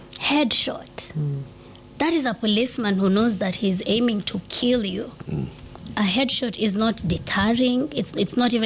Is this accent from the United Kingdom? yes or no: no; Kenya; Sisi wote ni wa Kenya.